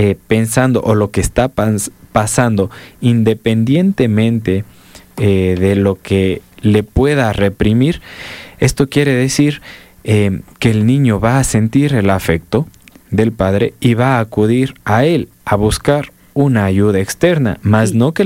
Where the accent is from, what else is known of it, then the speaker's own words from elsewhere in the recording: Ecuador; nuestra realidad como ecuatorianos